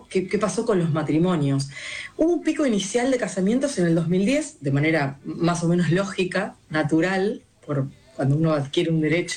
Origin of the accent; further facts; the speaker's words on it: Argentina; Qué bueno poder traer a esta mesa cosas que nos ponen como argentinos a la vanguardia